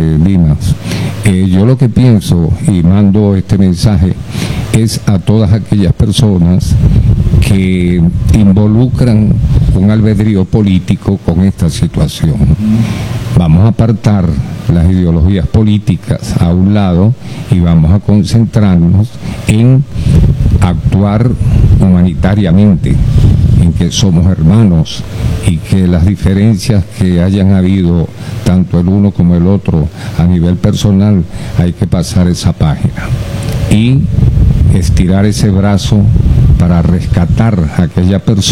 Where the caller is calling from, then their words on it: Caracas, Capital District, Venezuela; de acá como venezolano le envío las gracias